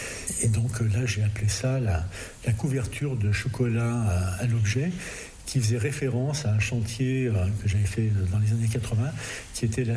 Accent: France; also born or lived in Brussels, Belgium; now in Pont-Saint-Pierre, France; je suis un peu bruxellois, mais non, je suis français.

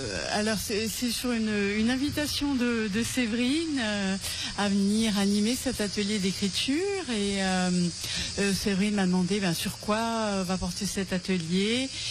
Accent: Occitanie, France; moi je suis d'Agnan.

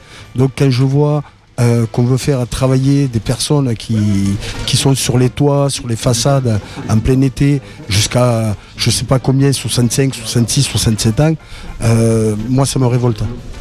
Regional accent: Béziers, Occitanie, France; first language ca; ma première langue que j'ai entendue, c'était le catalan. Donc voilà. Après, en français, parce que bon, par la force des choses, il a fallu qu'on parle français.

